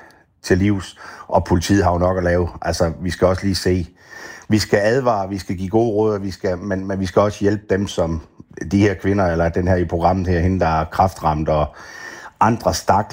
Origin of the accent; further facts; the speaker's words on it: Region of Southern Denmark, Denmark; Ja, nu kan man sige, nu er jeg jo Fynbo. Vi stikker lige en finger i jorden en gang imellem, tænker jeg.